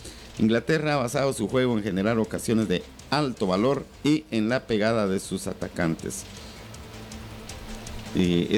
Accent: Guatemala; Lamentablemente se nos vedó esa oportunidad como aficionados, como guatemaltecos.

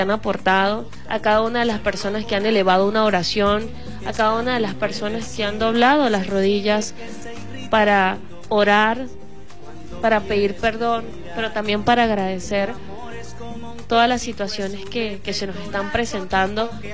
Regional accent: Venezuela; seguimos transmitiendo como venezolanos

